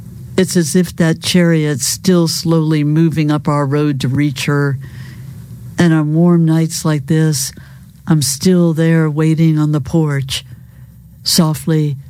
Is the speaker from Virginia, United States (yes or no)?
yes; Virginia, United States; I grew up in Southern Virginia town, which left its indelible mark on me. And we were just across the Appomattox River from Petersburg, where the Battle of the Crater took place during the Civil War.